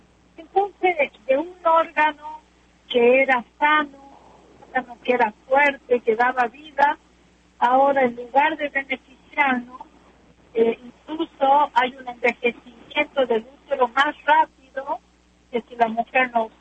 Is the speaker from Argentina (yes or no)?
yes; Argentina; Nosotros en Argentina, yo soy de Argentina, nosotros a la cinta esa que pega le decimos cinta scotch.